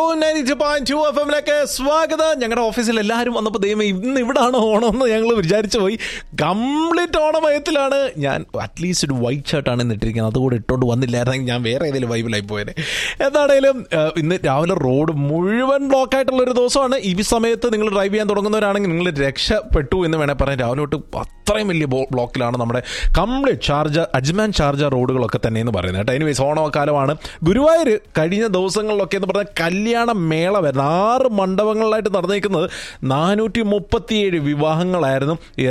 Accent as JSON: {"language": "Malayalam", "region": "Kerala", "country": "India", "moved": "as an adult"}